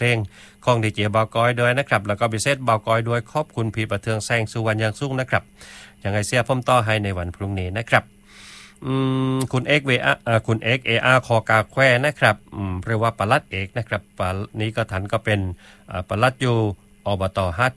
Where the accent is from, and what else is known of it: Chumphon, Thailand